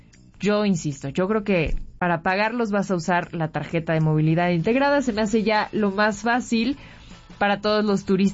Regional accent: Mexico

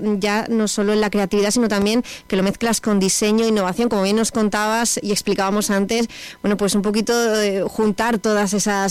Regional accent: Mérida, Extremadura, Spain; Para nosotros como meritense también

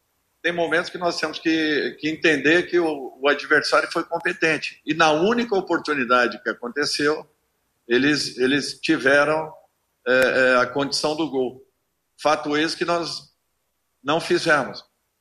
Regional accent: Brazil; Eu sou brasileiro

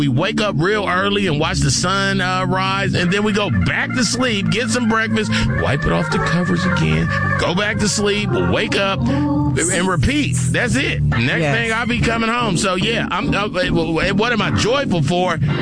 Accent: California, United States; I'm from California.

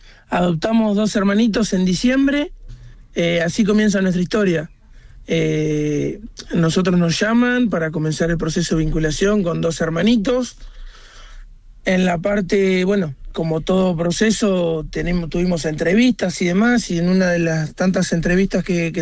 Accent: Henderson, Buenos Aires Province, Argentina; Somos de Henderson, provincia de Buenos Aires.

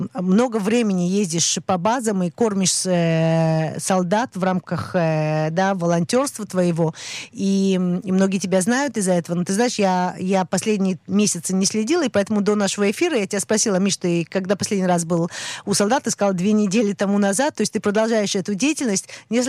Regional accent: Moscow, Russia; Хотя мы приехали из Москвы

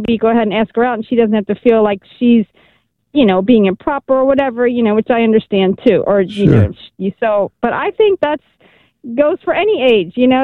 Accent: Cincinnati, Ohio, United States; I'm from Cincinnati, which is the most beautiful city in the world, but I can't stand being cold in the winter, so I live here.

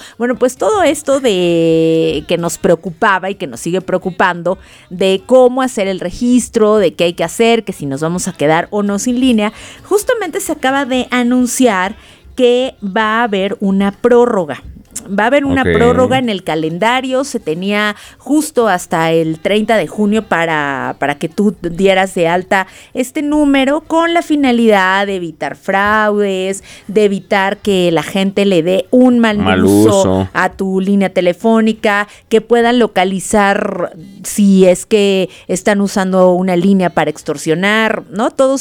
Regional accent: Mexico; somos los mexicanos

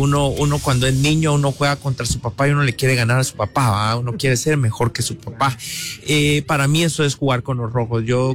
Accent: Mixco, Guatemala Department, Guatemala; yo soy misqueño, nací en Misco, crecí en Misco y cuando juega Misco soy misqueño, pero a la vez también en Misco cuando yo crecí no había un equipo, cuando yo crecí esto era un potrero

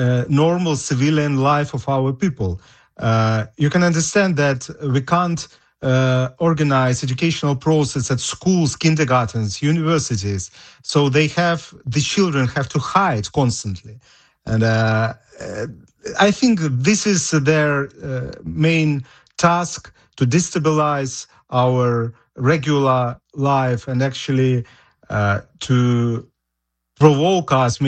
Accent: Mariupol, Donetsk Oblast, Ukraine; English is a second language; Originally, I'm from Mariupol. They destroyed my city. They killed there at least 100,000 people.

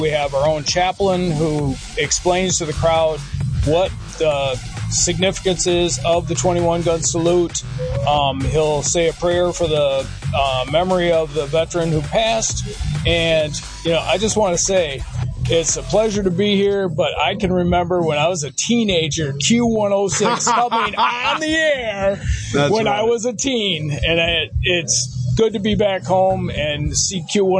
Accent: Michigan, United States; moved away as an adult; I grew up in Michigan.

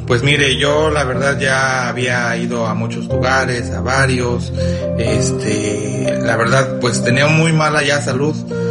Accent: Durango, Mexico; now in Arlington, United States; Yo soy de Durango, pero vivo aquí en Arlington.

